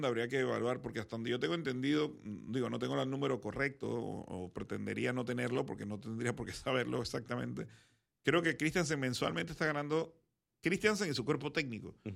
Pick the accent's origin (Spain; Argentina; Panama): Panama; porque como panameños logramos algo que era inalcanzable o impensable.